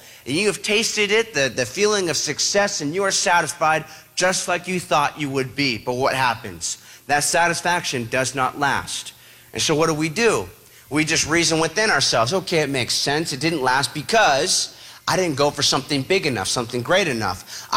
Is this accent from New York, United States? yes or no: no; Huntington Beach, California, United States; I think we stashed the other one in my dad's garage in my hometown. So I get stitched up by the dock in Coronado, San Diego, and I go, I'm going to go back and go drink that other keg of beer. So I make my way back to Huntington.